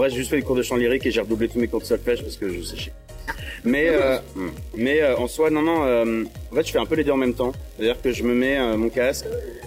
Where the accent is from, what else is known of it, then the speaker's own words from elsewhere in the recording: Angoulême, Nouvelle-Aquitaine, France; Angoulême, là d'où je viens